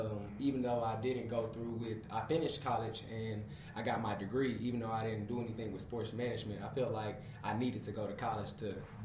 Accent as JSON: {"language": "English", "town": "Little Rock", "region": "Arkansas", "country": "United States", "tie": "born or raised there", "said": "I'm a full-time personal trainer. I grew up here in Little Rock, Arkansas. Went to Central High."}